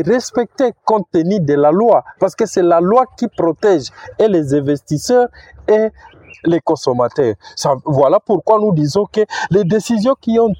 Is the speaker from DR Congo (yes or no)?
yes; Butembo, North Kivu, DR Congo; chez moi à Butembo.